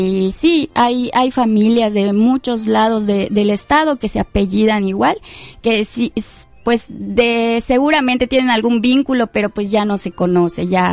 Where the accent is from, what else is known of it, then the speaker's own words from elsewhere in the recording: Yucatán, Mexico; como persona yucateca con ascendencia maya